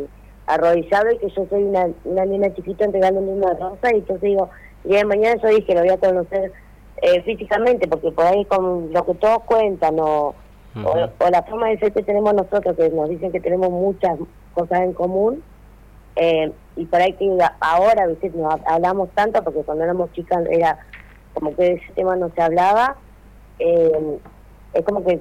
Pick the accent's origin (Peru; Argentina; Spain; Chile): Argentina; Trelew, Chubut; yo crecí acá en Trelew